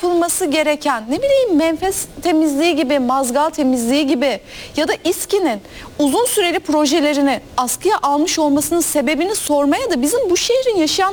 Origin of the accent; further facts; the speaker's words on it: Istanbul, Turkey; bir İstanbullu olarak konuşuyorum.